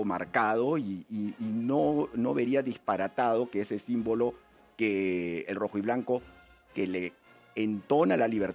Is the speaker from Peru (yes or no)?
yes; Peru; nosotros ya lo vemos como peruanos